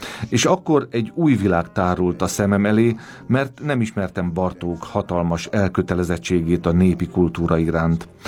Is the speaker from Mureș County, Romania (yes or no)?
yes; Mureș County, Romania; also born or lived in Cluj-Napoca; Kolozsvári származású vagyok, és Szászrégen mellett egy kis faluban nőttem fel.